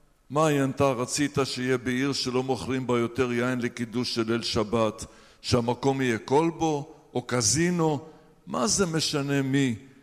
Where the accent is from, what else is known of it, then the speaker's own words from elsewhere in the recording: Iraq; moved away; אני יליד עיראק. אני נולדתי אחרי שהיהודים עזבו. היהודים עזבו ב-1950-51, למשפחה הייתה נתינות בריטית, יעני אנגליזים, נשארנו בעיראק